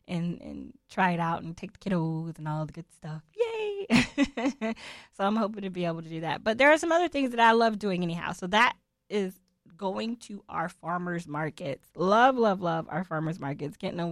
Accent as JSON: {"language": "English", "region": "Florida", "country": "United States", "moved": "yes", "said": "I'm from Florida."}